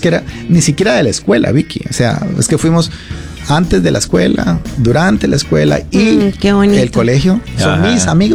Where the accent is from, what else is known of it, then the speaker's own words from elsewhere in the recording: Costa Rica; Somos todos ticos, ¿verdad?